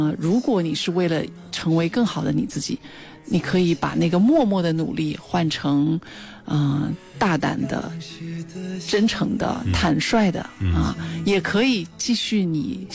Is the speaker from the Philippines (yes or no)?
no; China